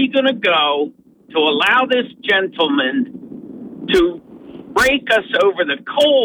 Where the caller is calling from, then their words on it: Norwich, New York, United States; I'm from Norwich.